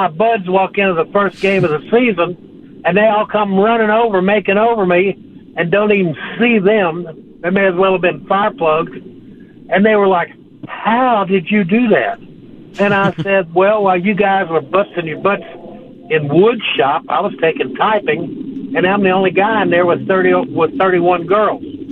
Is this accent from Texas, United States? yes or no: yes; Texas, United States; So I grew up in East Texas, outside of Houston.